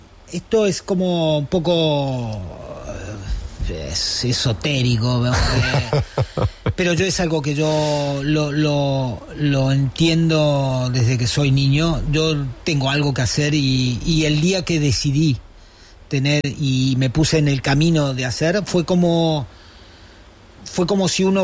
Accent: Patagonia, Argentina; moved away as an adult; also born or lived in Buenos Aires / Florence; now in Barcelona, Spain; yo soy de la Patagonia

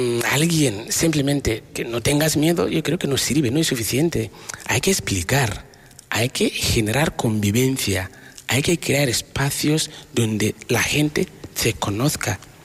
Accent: Ghana; now in Spain; Yo puedo ser de Ghana y sentir España como mi casa

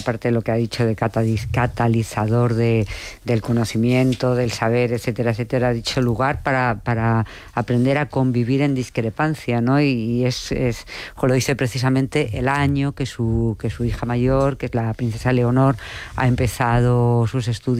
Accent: Madrid, Community of Madrid, Spain; yo que soy de Madrid, ese problema no lo tenías

